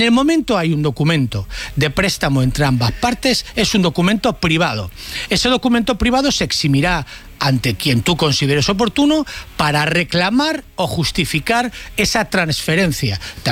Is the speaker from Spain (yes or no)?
yes; Valencia, Valencian Community, Spain; born there; Estoy en Radio Valencia, vale. En mi ciudad natal, en Valencia.